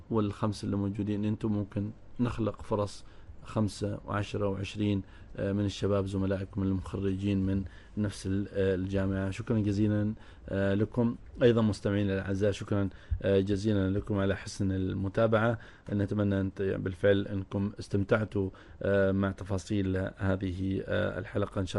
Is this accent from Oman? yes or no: yes; Oman; عندنا في عمان